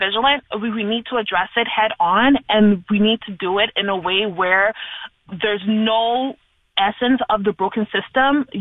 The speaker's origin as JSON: {"language": "English", "town": "Montreal", "region": "Quebec", "country": "Canada", "tie": "born or raised there", "said": "I was born and raised in Montreal, raised in Park Extension. I'm a Black woman."}